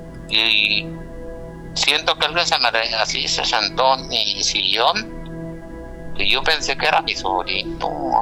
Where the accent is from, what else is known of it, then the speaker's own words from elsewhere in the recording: Guanajuato, Mexico; now in Chicago, United States; Desde Chicago. Bueno, yo soy de Guanajuato, pero ahorita me dedico en Chicago.